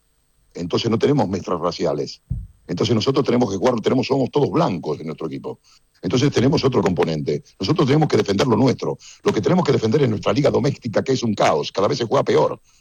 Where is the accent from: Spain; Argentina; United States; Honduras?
Argentina; Claro, pero entiéndame, pero nosotros somos argentinos puros.